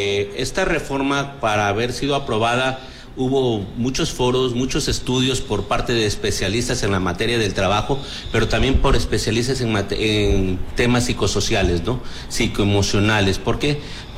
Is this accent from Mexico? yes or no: yes; Mexico